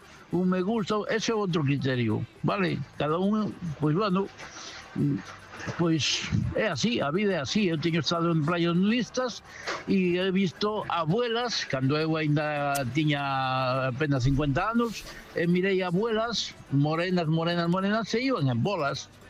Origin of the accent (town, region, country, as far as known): Vigo, Galicia, Spain